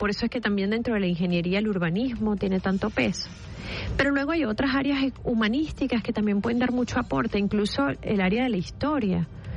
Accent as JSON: {"language": "Spanish", "country": "Venezuela", "said": "Es parte del llamado que tenemos como venezolanos"}